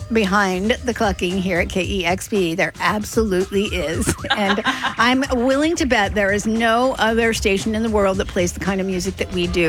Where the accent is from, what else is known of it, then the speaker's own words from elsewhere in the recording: Seattle, Washington, United States; I'm from Seattle, so I put a hoodie over it.